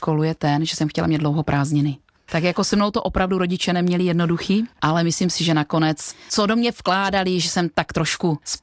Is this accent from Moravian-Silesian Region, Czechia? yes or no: no; South Moravian Region, Czechia; A já miluju přírodu, vodu, protože své dětství jsem strávila na Vranovské přehradě u Znojma, kde rodiče mé mámy měli chatu.